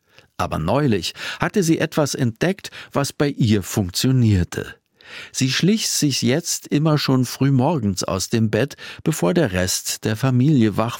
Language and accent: German; Kramfors, Västernorrland County, Sweden; moved away; Ich nenne Kramfors mein Zuhause, obwohl ich seit über 40 Jahren nicht mehr dort wohne.